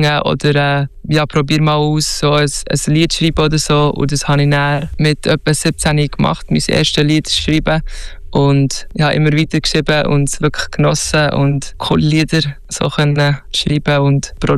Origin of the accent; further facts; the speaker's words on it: Zürich, Zurich, Switzerland; born there; now in Steffisburg, Switzerland; Ich bin in Zürich geboren, aber wohne jetzt in Steffisburg. Ich mache eine Schreinerlehre, bin jetzt im zweiten Lehrjahr und bin jetzt gerade 19 geworden.